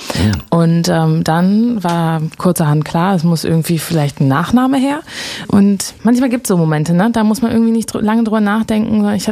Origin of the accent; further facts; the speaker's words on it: North Rhine-Westphalia, Germany; das ist so ein Newcomer-Festival bei uns im Ruhrgebiet